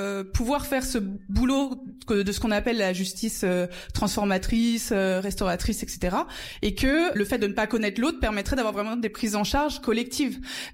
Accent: Paris, Île-de-France, France; moved away; Moi, je viens de Paris

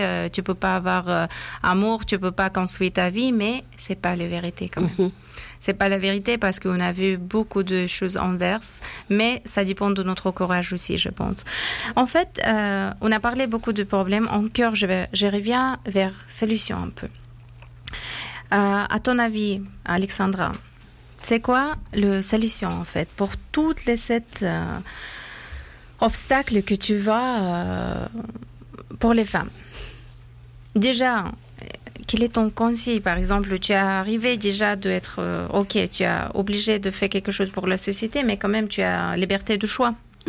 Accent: Afghanistan; French is a second language; j'ai un visage de mon pays d'origine, d'Afghanistan, dans ma tête, et j'ai cette image actuellement devant mes yeux.

